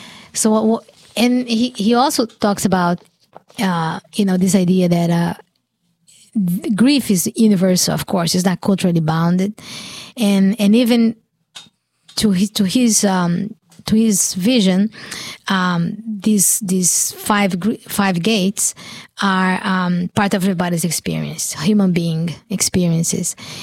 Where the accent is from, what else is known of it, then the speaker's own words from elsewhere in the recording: Brazil; now in United States; when I came from Brazil, I had a duffel bag, an enormous duffel bag